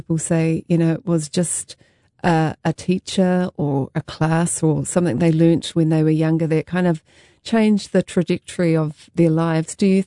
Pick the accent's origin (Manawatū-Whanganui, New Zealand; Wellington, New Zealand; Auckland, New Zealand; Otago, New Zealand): Manawatū-Whanganui, New Zealand; Feilding; I grew up in Fielding. At the end of our street was the Orowa River